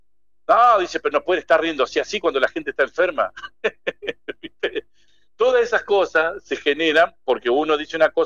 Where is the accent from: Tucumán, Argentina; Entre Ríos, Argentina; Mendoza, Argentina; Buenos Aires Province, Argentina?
Entre Ríos, Argentina; nosotros somos argentinos y tomamos mate? Y entrerriano ni hablar